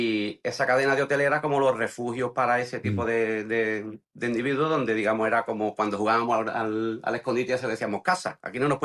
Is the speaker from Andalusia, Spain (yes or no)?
yes; Jerez de la Frontera, Andalusia, Spain; De Jerez, de Jerez somos.